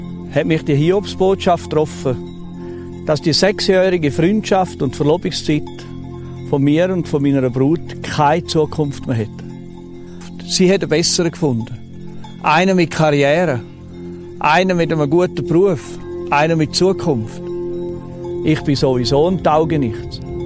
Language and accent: German; Switzerland; die ich als Schweizer Soldat in der Stube hatte.